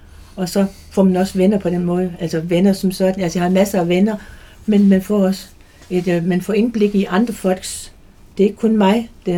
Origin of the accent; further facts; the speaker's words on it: Jutland, Denmark; moved away as an adult; now in Rødovre, Denmark; faktisk så er jeg jyde. Vi flyttede til for 10 år siden til Rødovre